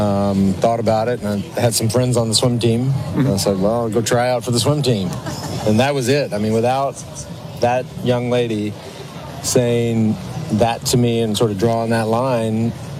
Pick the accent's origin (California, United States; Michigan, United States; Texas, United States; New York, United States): Texas, United States; now in Austin, United States; I grew up outside of Dallas